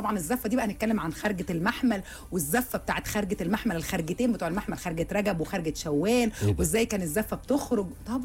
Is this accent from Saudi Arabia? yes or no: no; Egypt; كانت موجوده عندنا في مصر القديمه.